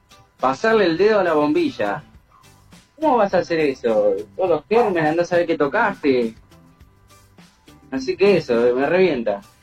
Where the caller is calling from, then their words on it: Isidro Casanova, Buenos Aires Province, Argentina; de Casanova